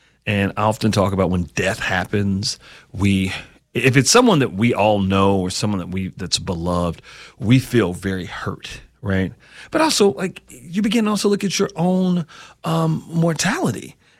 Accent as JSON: {"language": "English", "region": "Kentucky", "country": "United States", "tie": "born or raised there", "moved": "yes", "lives_now": "Greenwood, United States", "said": "growing up in Eastern Kentucky"}